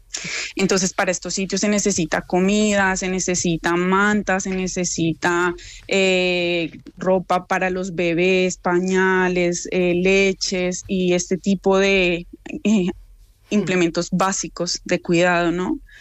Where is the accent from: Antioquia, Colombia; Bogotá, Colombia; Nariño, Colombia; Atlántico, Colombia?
Bogotá, Colombia; Yo, por ejemplo, pues soy de Bogotá